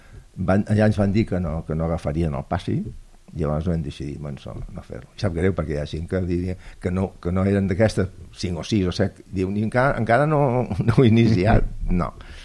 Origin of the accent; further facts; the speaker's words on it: Barcelona, Catalonia, Spain; sóc de Barcelona